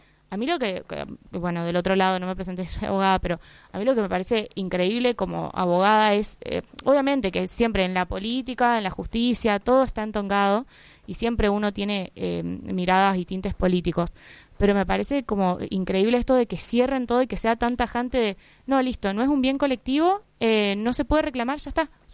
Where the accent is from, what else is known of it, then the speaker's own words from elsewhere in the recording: Argentina; el Congreso son los representantes que nos representan a nosotros como pueblo argentino